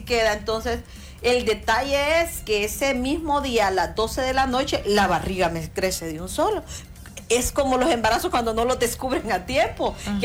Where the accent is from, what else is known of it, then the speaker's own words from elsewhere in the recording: Olancho, Honduras; porque yo soy de Olancho.